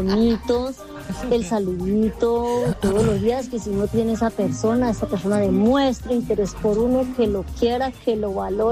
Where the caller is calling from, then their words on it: Belén de Umbría, Risaralda, Colombia; Por acá reportando sintonía, Belén de Umbría